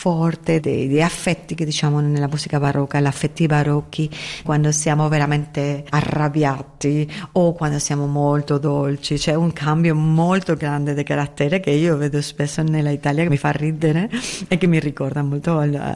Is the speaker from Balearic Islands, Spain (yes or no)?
yes; Ibiza, Balearic Islands, Spain; Italian is a second language; Io vengo di un'isola, io sono di Ibiza, la mia famiglia viene di Ibiza, mi sento molto mediterranea